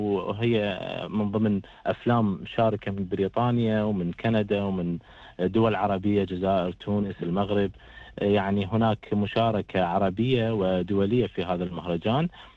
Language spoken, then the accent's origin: Arabic; Iraq; طبعا كعراقي حس بهذا الخطر